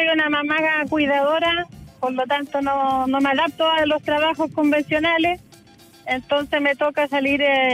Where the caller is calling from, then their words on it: Maipú, Santiago Metropolitan Region, Chile; soy de Maipú, del sector del Abrazo.